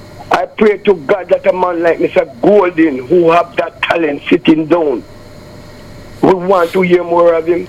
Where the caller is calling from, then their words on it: Jamaica; I am so proud to be a Jamaican.